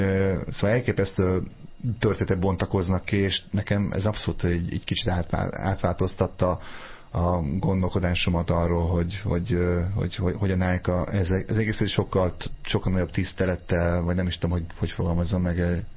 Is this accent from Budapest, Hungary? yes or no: no; Szombathely, Vas, Hungary; Én eredetileg szombathelyi vagyok